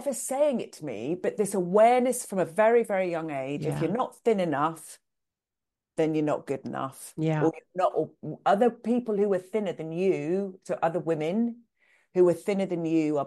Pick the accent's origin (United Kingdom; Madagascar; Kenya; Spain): United Kingdom; now in United States; I come from the UK